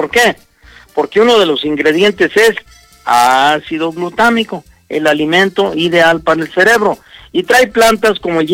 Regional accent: Mexico; Muchas veces como mexicanos hasta decimos dichos en la familia.

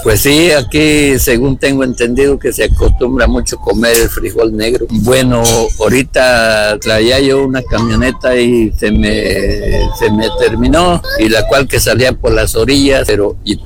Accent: Río Verde, San Luis Potosí, Mexico; now in Puente del Carmen, Mexico; soy originario del Refugio Pilar Fernández y vivo en el Puente del Carmen. Sí, estoy vendiendo frijol ahorita aquí en Río Verde

